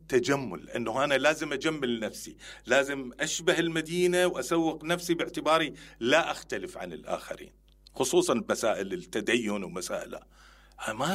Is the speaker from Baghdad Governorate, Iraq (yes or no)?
no; Karbala, Karbala Governorate, Iraq; أنا كربلائي